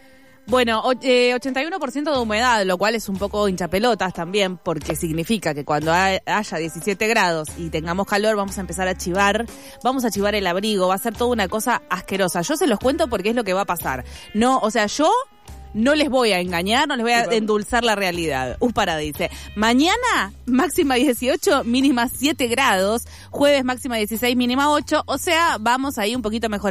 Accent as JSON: {"language": "Spanish", "country": "Argentina"}